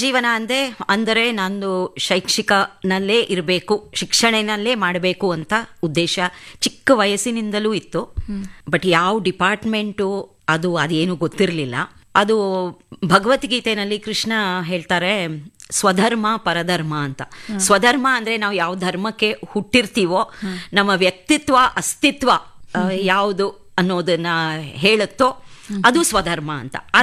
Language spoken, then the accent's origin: Kannada; Karnataka, India; moved away as an adult; also born or lived in Visakhapatnam; ನಾನು ಕನ್ನಡದವಳು